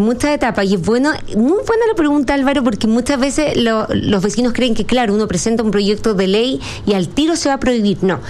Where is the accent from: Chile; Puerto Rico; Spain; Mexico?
Chile; que nos unimos como chilenos